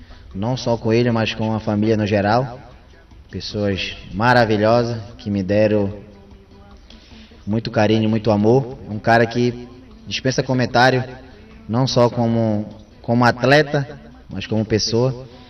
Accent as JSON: {"language": "Portuguese", "region": "Pará", "country": "Brazil", "tie": "born or raised there", "said": "A gente cresceu, né, no Guamá e provavelmente em outros lugares também, que hoje eu vivo."}